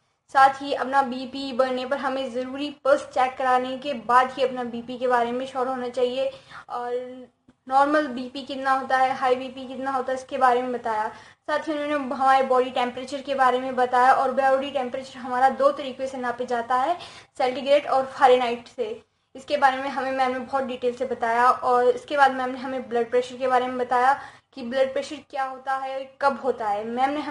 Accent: Kankra, Rajasthan, India; मैं विलेज कांकरा राजस्थान से हूँ।

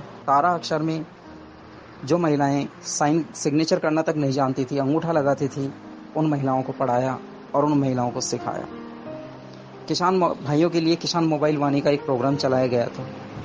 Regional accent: Gijgarh, Rajasthan, India; मैं राजस्थान के दौसा जिले के सिकराय तहसील के गिजगढ़ गांव का रहने वाला हूँ, जहाँ पर रेड इंडिया का सेंटर है, गिजगढ़ ज्ञान केंद्र के नाम से है।

